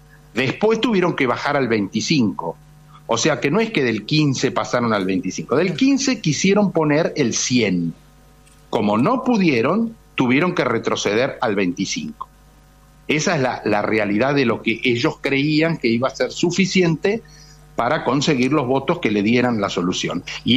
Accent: San Luis, Argentina; Yo soy de San Luis, hemos tenido recientemente incendios devastadores, son terribles.

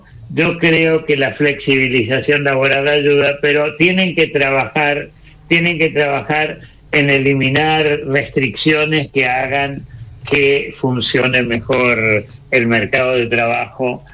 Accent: Godoy Cruz, Mendoza, Argentina; also born or lived in Buenos Aires; Yo soy nacido en Buenos Aires, pero yo me crié en Godoy Cruz.

